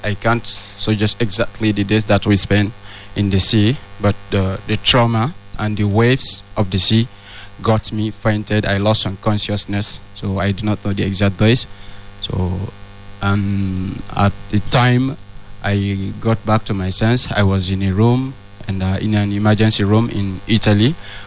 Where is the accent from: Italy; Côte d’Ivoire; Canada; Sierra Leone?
Sierra Leone; now in France; Je viens de Sierra Leone.